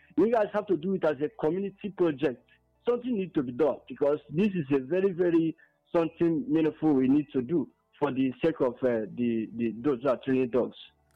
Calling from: Ugo, Nigeria; I'm calling from Ugo.

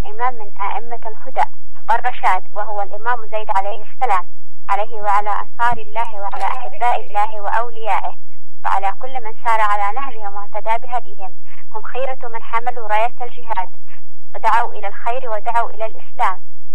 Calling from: Yemen; ونحن كشعبنا اليمني هو له الصدارة في الاحتفاء والاحتفال بمثل هذه المناسبات الدينية التي نفخر بها ونتشرف بها كوننا يمنيين ننتمي إلى هذا الدين الإسلامي الحنيف.

